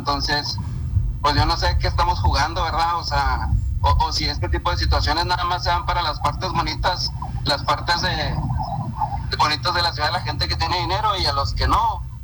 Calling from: Mexico; Yo vivo en Rincones de Salvarca.

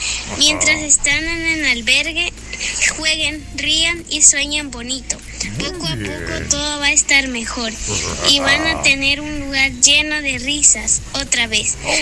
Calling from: Panchimalco, San Salvador, El Salvador; de Panchimalco.

